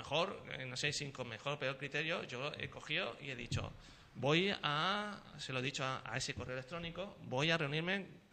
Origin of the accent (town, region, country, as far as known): Sanlúcar, Andalusia, Spain